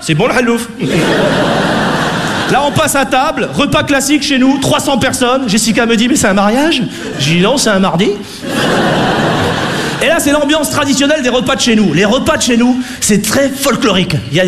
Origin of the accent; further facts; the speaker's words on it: France; born there; Parce que moi je suis né en France, je parle français, je paie mes impôts en France, j'ai fait mes études en France